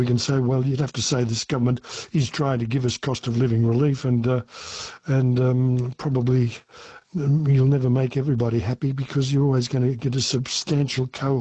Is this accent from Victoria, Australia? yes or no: yes; Ballarat, Victoria, Australia; When I was a kid growing up in Ballarat, Victoria, we still had Cracker Night.